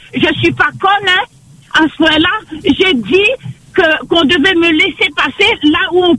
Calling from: Bras-Panon, Réunion; je réside à Brapanon.

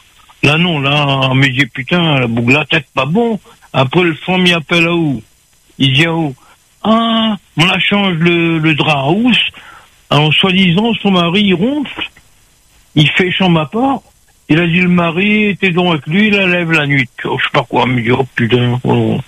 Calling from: Perpignan, Occitanie, France; De Perpignan.

